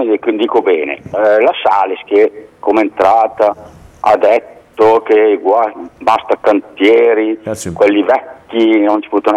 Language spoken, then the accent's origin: Italian; Pavia, Lombardy, Italy; Io sono venuto da Pavia